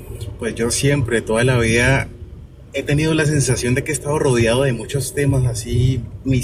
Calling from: Cali, Valle del Cauca, Colombia; tuvimos que llevarla para la casa, para Cali

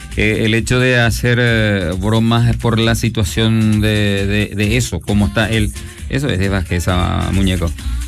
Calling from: Lambaré, Central, Paraguay; Buenas tardes, Congreso. Está muy bueno el programa. … de Lambaré.

